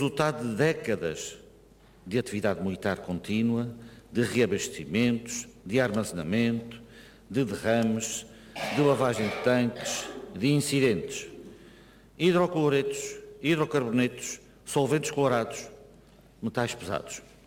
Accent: Terceira Island, Azores, Portugal; Durante décadas, crescemos com a base aérea número 4, nas Lajes, como parte integrante da nossa paisagem e da nossa identidade.

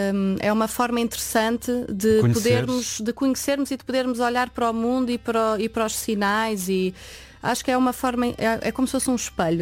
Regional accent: Lisbon, Portugal; moved away as an adult; now in Porto, Portugal; sou de Lisboa, estou cá há 3 anos, até vim para cá para fazer um mestrado em som

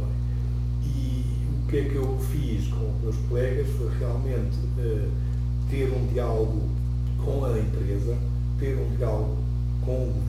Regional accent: Portugal; nós, como portugueses, nós temos muitas vantagens neste motivo de vida

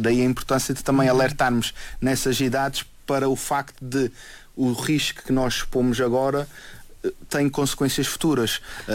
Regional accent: Azores, Portugal; moved away; eu vim dos Açores, que eu sou açoriano

